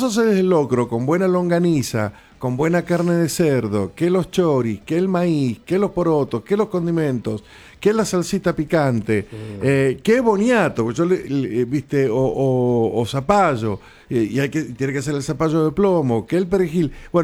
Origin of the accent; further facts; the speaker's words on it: Argentina; Nosotros somos, los argentinos somos de la costumbre del asado.